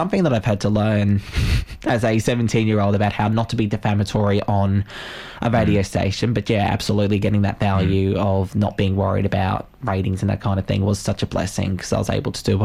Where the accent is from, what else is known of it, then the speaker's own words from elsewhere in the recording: Queensland, Australia; now in Launceston, Australia; It wasn't here in Launceston. It was up in my hometown in regional Queensland.